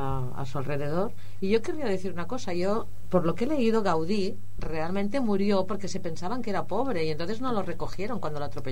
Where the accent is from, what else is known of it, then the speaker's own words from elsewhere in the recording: Catalonia, Spain; born there; aquí, como catalana, desde que yo soy pequeña